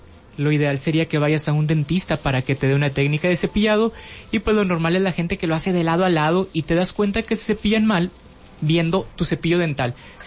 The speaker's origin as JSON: {"language": "Spanish", "town": "Allende", "region": "Coahuila", "country": "Mexico", "tie": "born or raised there", "moved": "as an adult", "lives_now": "Piedras Negras, Mexico", "said": "soy de aquí de Allende, ya radico aquí en Piedras Negras. Yo ya me considero nigropetense desde que llegué. Tengo ya casi 10 años aquí en Piedras Negras"}